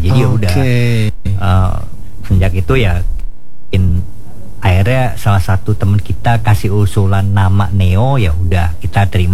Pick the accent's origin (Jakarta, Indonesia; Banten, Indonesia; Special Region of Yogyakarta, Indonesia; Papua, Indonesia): Jakarta, Indonesia; South Jakarta; Ya, anak Jaksel.